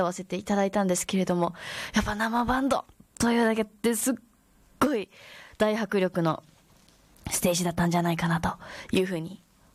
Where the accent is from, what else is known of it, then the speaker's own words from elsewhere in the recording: Miyazaki, Japan; 私と同じ宮崎県出身でございます